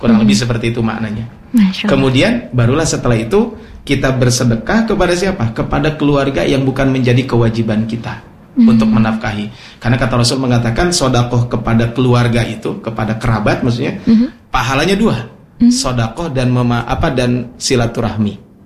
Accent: Ciparay, West Java, Indonesia; Karena saya orang Ciparai juga.

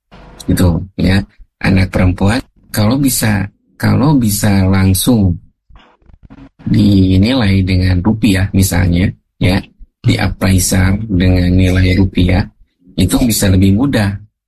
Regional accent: Cilacap, Central Java, Indonesia; Dekat saya, isi saya dari Cilacap juga, dari Majenak. Berdekatan sekali ya.

